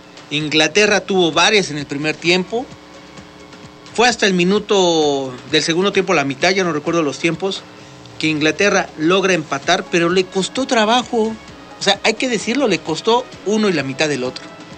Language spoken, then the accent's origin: Spanish; Mexico